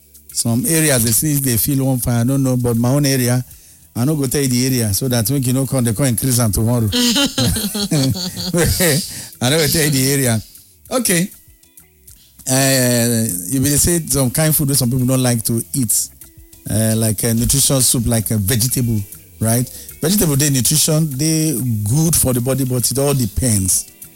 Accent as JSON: {"language": "English", "town": "Etinan", "region": "Akwa Ibom", "country": "Nigeria", "said": "I'm from Etinan."}